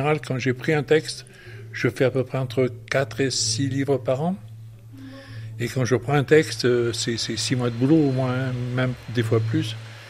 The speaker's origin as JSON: {"language": "French", "town": "Roquedur", "region": "Occitanie", "country": "France", "tie": "born or raised there", "also_born_or_lived": "Brittany", "said": "je suis né dans les Cévennes, à Roquedur. J'habite à Roquedur. Et d'abord, on était à l'école de Roquedur, où on était 4-5."}